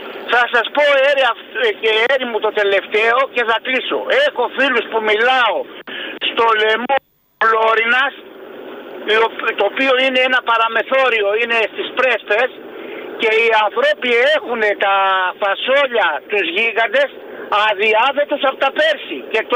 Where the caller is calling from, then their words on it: Agios Vasileios, Peloponnese, Greece; Στο χωριό μου, εγώ μένω στον Άγιο Βασίλειο Κορυφίας